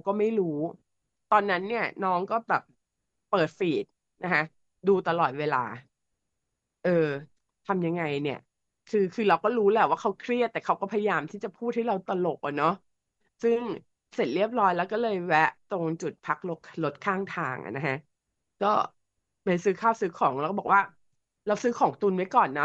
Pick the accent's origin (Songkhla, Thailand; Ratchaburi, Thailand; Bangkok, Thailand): Bangkok, Thailand; เราเป็นคนกรุงเทพ